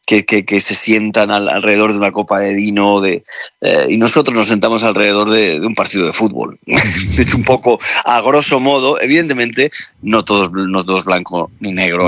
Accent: Caravaca de la Cruz, Region of Murcia, Spain; ruede ahora aquí en mi tierra, en Murcia, en Caravaca concretamente

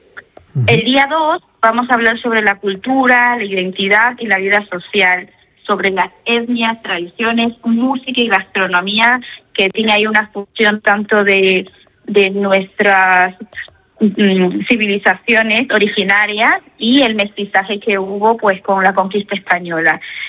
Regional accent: Guayaquil, Guayas, Ecuador; also born or lived in Chimborazo, Ecuador; now in Spain; yo soy ecuatoriana, originaria del Chimborazo y criada en la Perla del Pacífico, y bueno, llevo aquí viviendo en España 24 años, pero muy, muy orgullosa de mis raíces

